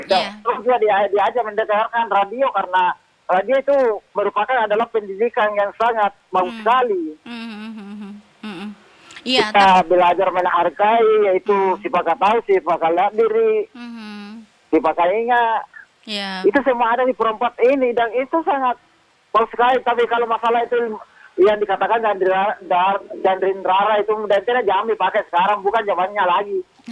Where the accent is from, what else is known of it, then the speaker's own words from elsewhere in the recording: South Sulawesi, Indonesia; Itulah tradisi kita itu sebagai orang Bugis ya, sangat bagus sekali